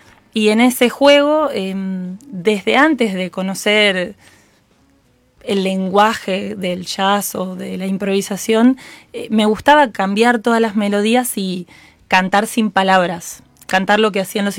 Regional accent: La Plata, Buenos Aires Province, Argentina; en realidad soy de La Plata, pero bueno, mi papá tenía un bar en San Martín de los Andes y yo iba mucho para allá. Bueno, viajaba sobre todo en el verano, entonces bueno, también pasaba bastante tiempo ahí.

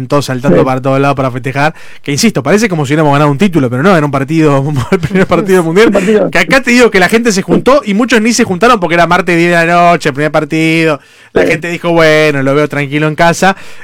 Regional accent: Argentina; debe ser el mejor lugar para verlo siendo argentino

